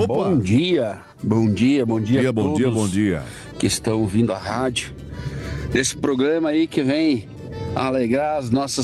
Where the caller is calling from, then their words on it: Brazil; Essa é a hora de mostrarmos que somos brasileiros.